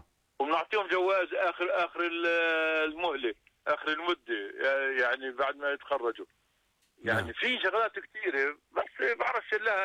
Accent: Amman, Amman Governorate, Jordan; born there; also born or lived in West Bank

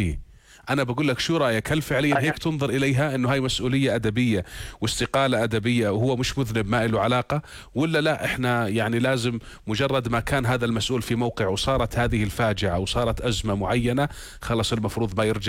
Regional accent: Jordan

